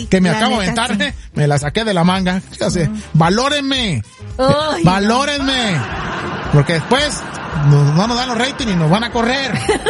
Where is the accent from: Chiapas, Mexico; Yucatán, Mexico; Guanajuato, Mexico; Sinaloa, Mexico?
Sinaloa, Mexico; Guasave; El primer pollo loco en el mundo es ahí de mi tierra, ahí en Guasave, Sinaloa.